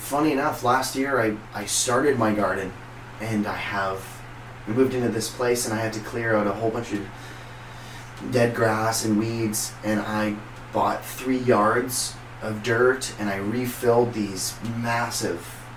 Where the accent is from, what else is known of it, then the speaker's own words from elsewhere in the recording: Edmonton, Alberta, Canada; I'm from Edmonton originally.